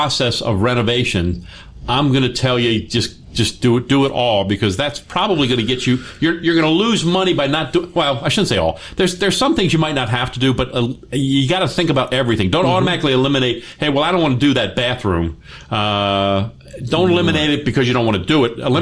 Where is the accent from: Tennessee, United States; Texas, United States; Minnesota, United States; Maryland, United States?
Maryland, United States; Baltimore; now in Las Vegas, United States; my hometown of Baltimore.